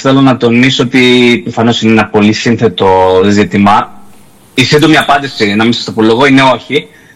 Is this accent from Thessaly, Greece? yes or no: yes; Larissa, Thessaly, Greece; moved away as an adult; now in Birmingham, United Kingdom; μεγάλωσα και γεννήθηκα στη Λάρισα